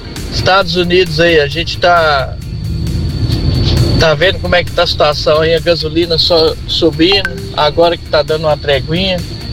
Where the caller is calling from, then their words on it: Brazil; nós que somos brasileiros